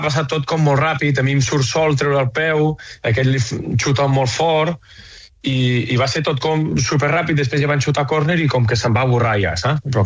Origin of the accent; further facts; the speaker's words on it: Vic, Catalonia, Spain; jo soc de Vic, què vols, fill meu?